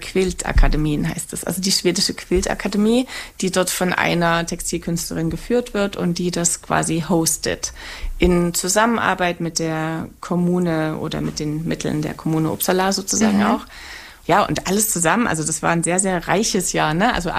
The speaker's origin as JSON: {"language": "German", "region": "Saxony", "country": "Germany", "tie": "born or raised there"}